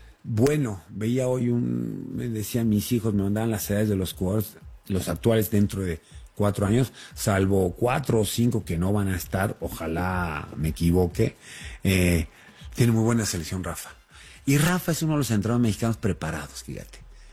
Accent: Mexico; siendo mexicanos, estando 4 fuera, pues te buscas, ¿no?

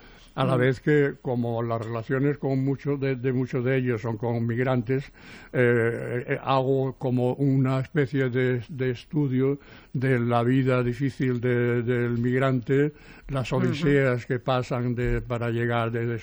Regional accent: Seville, Andalusia, Spain; now in Barcelona, Spain; cuando vinimos de Sevilla.

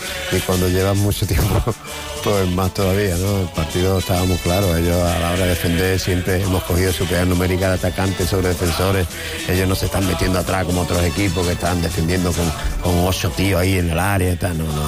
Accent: Málaga, Andalusia, Spain; lo que a mí me interesa particularmente como malagueño es que no gane la Almería

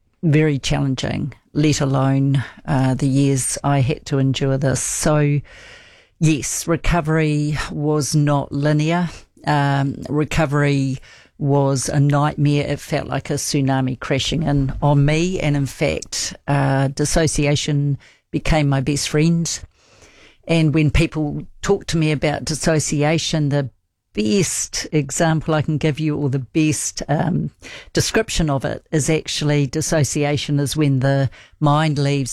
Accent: Auckland, New Zealand; West Auckland, Newland, West Auckland

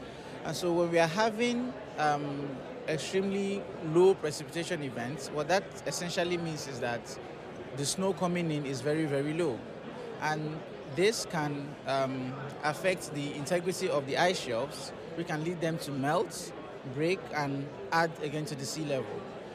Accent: Nigeria; now in Hobart, Australia; I'm Nigerian. I am with the University of Tasmania. I work at the Institute of Marine and Antarctic Studies, IMAS. I actually just arrived in Hobart about a week ago to start the second year of my PhD.

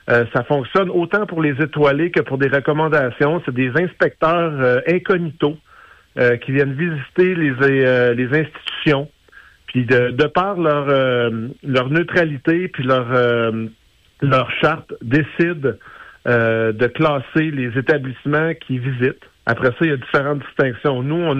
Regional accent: Asbestos, Quebec, Canada; also born or lived in Montreal; now in Granby, Canada; Moi, j'ai travaillé longtemps sur Montréal, je suis arrivé à Granby. Je viens pas d'ici, moi je suis natif d'Asbestos.

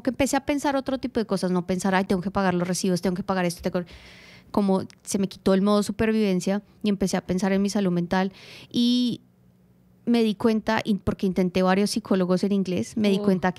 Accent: Colombia; moved away as an adult; now in Australia; Hablo de Colombia, hablo de mi experiencia.

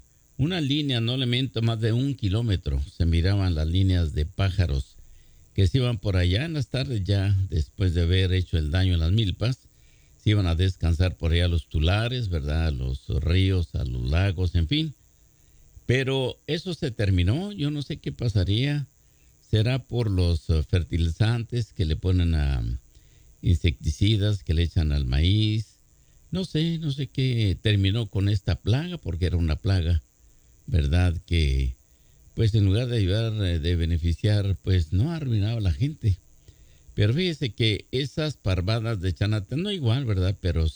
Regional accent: Durango, Mexico; en Durango, ¿verdad? Mi tierra preciosa.

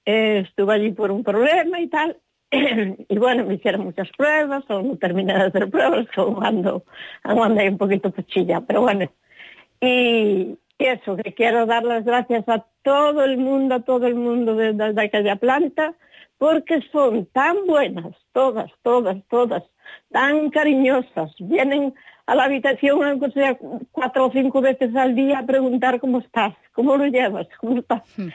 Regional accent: Pontevedra, Galicia, Spain; Soy de aquí de Pontevedra, junto a Pasadón.

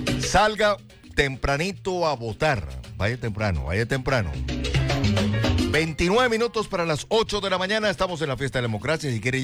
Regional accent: Colombia; Nosotros como colombianos tenemos que contribuir a fortalecerla

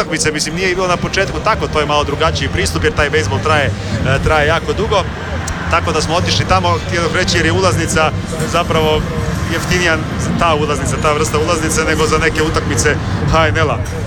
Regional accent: Croatia; odnosno čuši da smo za stolom iz Hrvatske

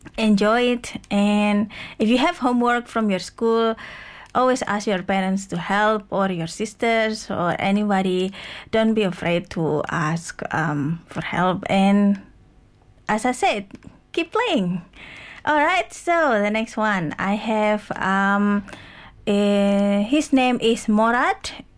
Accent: Malang, East Java, Indonesia; My hometown is in Malang, which is about actually it's just 1 hour south of Surabaya, so it's not that far.

